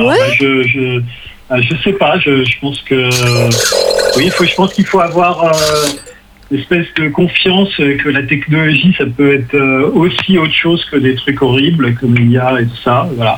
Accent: Brittany, France; also born or lived in Villeneuve-sur-Yonne; now in Paris, France; moi, je suis breton d'origine, mais là, je suis soit à Paris.

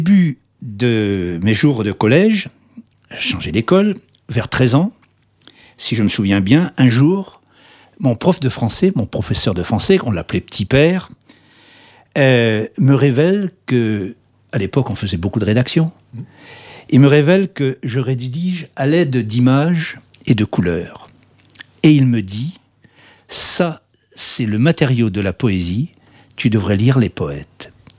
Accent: Brest, Brittany, France; also born or lived in Loir-et-Cher; J'ai grandi dans les rues de Brest.

